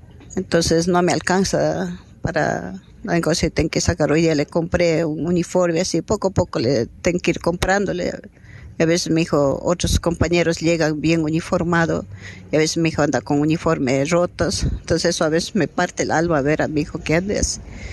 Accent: Logroño, La Rioja, Spain

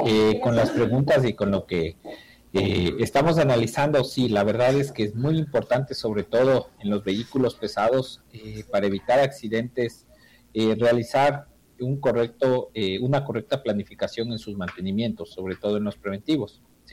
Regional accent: Ecuador; como ecuatorianos pues no tenemos una correcta cultura

